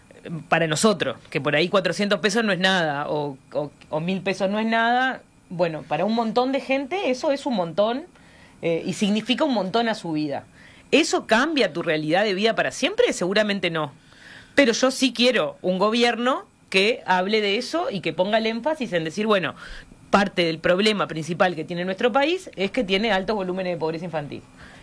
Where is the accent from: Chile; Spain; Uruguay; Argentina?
Uruguay; no solo porque soy uruguaya